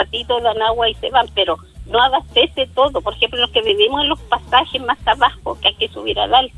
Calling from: Lirquén, Biobío, Chile; Yo soy de Lirquén.

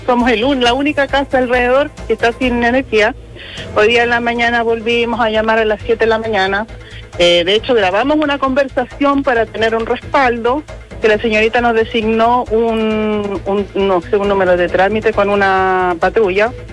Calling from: Osorno, Los Lagos, Chile; Estoy llamando desde Osorno, de un pueblito cercano a Cancura, directamente en Los Maitenes.

